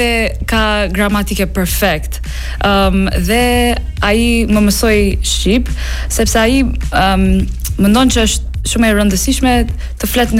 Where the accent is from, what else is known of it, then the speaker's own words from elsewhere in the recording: England, United Kingdom; Albanian is a second language; Po, atëherë, unë jam lindur dhe rritur në Angli, por mami është nga India, babi nga Iran.